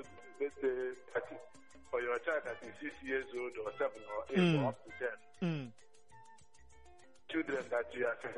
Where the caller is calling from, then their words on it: Aba, Abia, Nigeria; I'm calling from Aba.